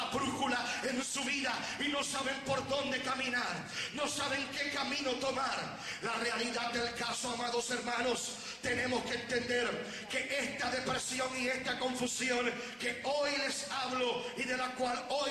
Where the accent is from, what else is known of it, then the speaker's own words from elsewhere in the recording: Puerto Rico; En mi país de Puerto Rico, un país de 4 millones de habitantes